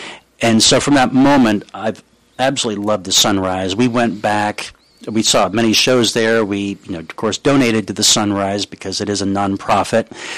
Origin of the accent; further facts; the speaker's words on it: Boston, Massachusetts, United States; I grew up in Boston, and you know, there's so much, of course, of a Northeast influence in the area too.